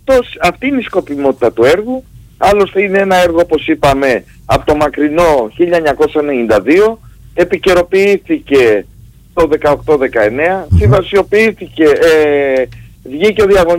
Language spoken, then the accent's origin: Greek; Greece; εμείς ως Έλληνες